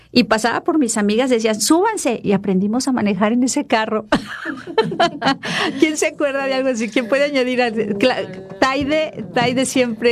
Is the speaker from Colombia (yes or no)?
no; Guadalajara, Jalisco, Mexico; nosotros somos de Guadalajara y vivíamos a la vuelta del Seminario Mayor en Chapalita y Jardines del Bosque.